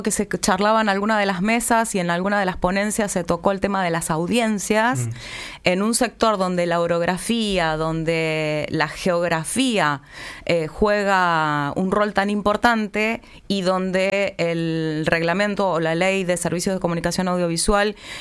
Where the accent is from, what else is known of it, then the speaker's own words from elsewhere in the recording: Santo Tomé, Santa Fe, Argentina; born there; moved away as an adult; now in Tierra del Fuego, Argentina; Soy santafesina, soy litoraleña, santafesina de nacimiento, santotomecina, que es una ciudad que está ahí muy cerquita, a 4 kilómetros de la ciudad capital, nos divide un puente tan solamente, una ciudad dormitorio en alguna bibliografía, porque la gente trabaja en Santa Fe y duerme en Santo Tomé.